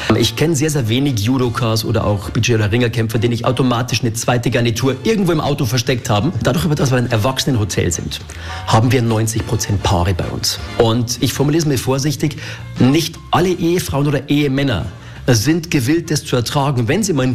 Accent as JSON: {"language": "German", "region": "Bavaria", "country": "Germany", "tie": "born or raised there", "said": "Ich bin geborener Niederbayer. Für mich war dann irgendwann der Punkt erreicht, wo ich gesagt habe, ich wollte wieder nach Hause."}